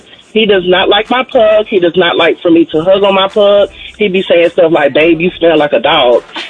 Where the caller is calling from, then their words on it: Atlanta, Georgia, United States; now I'm from Atlanta.